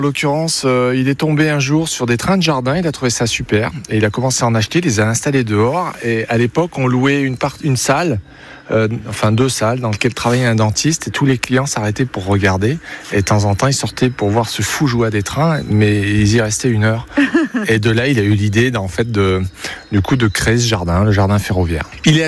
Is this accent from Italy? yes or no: no; Châtte, Auvergne-Rhône-Alpes, France; born or raised there